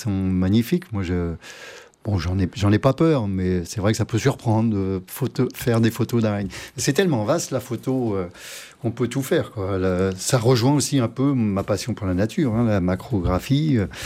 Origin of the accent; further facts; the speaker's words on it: Normandy, France; now in Trèbes, France; Donc quand je pars de Trèbes pour monter chez moi en Normandie, je passe par la Bretagne